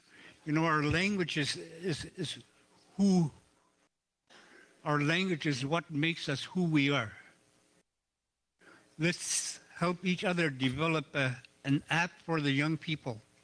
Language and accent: English; Fort Good Hope, Northwest Territories, Canada; I'm from Port Good Hope.